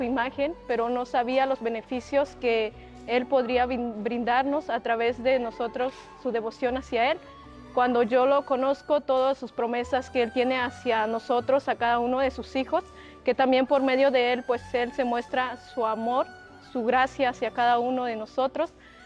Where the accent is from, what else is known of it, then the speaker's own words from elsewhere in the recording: Tacaná, San Marcos, Guatemala; moved away as an adult; now in Mexico; vengo de la parroquia de Tacaná, San Marcos, del país de Guatemala.